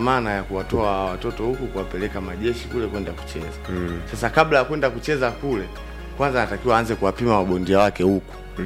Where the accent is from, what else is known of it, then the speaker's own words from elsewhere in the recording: Iringa, Tanzania; now in Dodoma, Tanzania; natokea Dodoma, pia ni mzao hapa hapa Iringa.